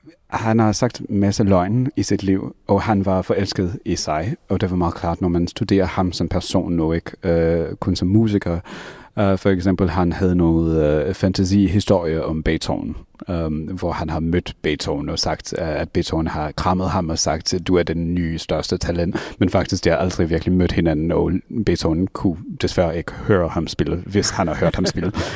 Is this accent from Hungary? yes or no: yes; Hungary; Danish is a second language; now in New Jersey, United States; jeg kommer fra Ungarn, og min mormors mor, jeg ved ikke, hvordan man siger det på dansk, har studeret med hans